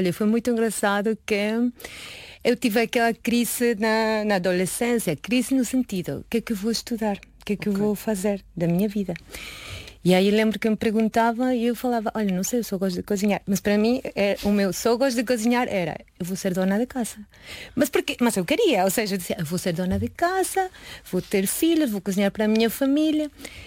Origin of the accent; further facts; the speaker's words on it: Yucatán, Mexico; Portuguese is a second language; moved away as an adult; also born or lived in Argentina; now in Portugal; no México, bem, eu sou de Yucatán, que é a província